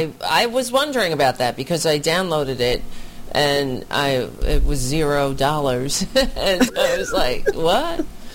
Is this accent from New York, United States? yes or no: yes; New York, United States; I'm a New Yorker.